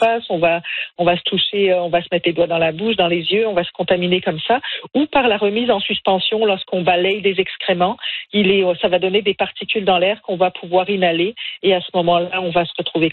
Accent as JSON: {"language": "French", "country": "Canada", "said": "chez nous au Canada"}